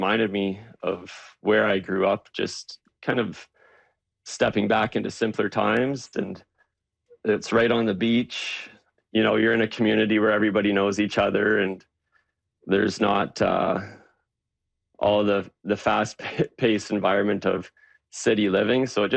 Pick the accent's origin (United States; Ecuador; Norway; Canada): Canada; Flesherton, Ontario; also born or lived in Ottawa; I grew up on a 100-acre farm just outside of Flesherton, Ontario. For high school, my family moved to Ottawa.